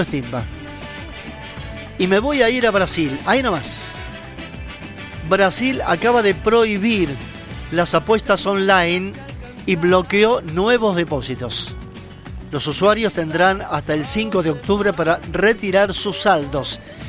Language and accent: Spanish; Argentina; Pero soy argentino. Amo mi patria y mi bandera.